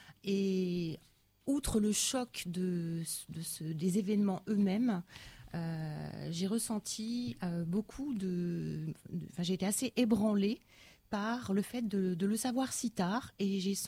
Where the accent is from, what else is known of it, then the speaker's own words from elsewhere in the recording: France; en tant que Française grandie dans l'Hexagone